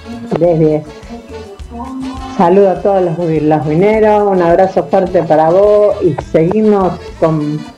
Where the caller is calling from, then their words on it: Carcarañá, Santa Fe, Argentina; de Carcarañá